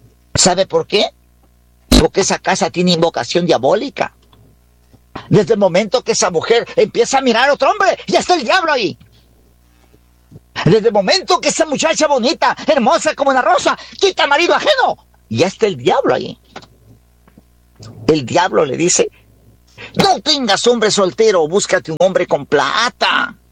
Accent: Huancabamba Province, Piura, Peru; now in Tarapoto, Peru; Vengo de la provincia de Huancabamba, siervo, sí, de la provincia de Huancabamba.

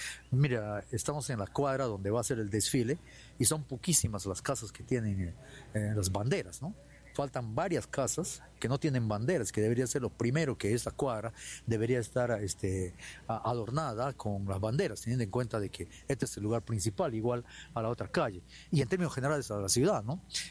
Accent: Peru; nosotros como peruanos debemos tener ese sentimiento de amar a nuestra patria

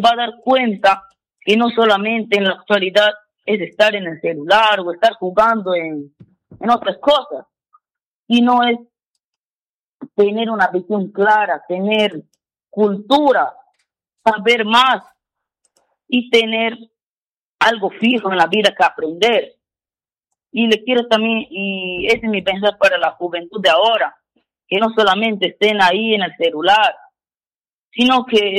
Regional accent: San José de Sisa, San Martín, Peru; para mí es algo muy importante para mi personalidad como sisino.

